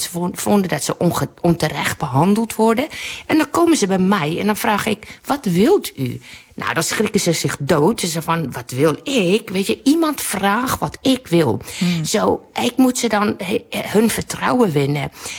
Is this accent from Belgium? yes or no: no; South Africa; now in Netherlands; Nou, ik kom natuurlijk uit Zuid-Afrika.